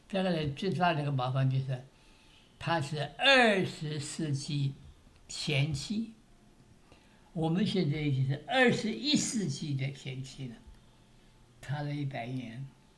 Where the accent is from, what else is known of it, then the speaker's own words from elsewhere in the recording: China; 我们中国人